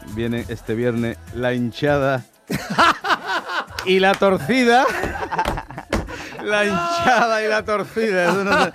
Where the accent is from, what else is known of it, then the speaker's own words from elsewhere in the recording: La Línea de la Concepción, Andalusia, Spain; Vengo de la línea. Soy de la línea, soy de la Tunara.